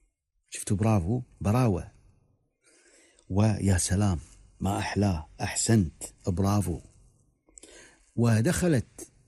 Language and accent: Arabic; Kuwait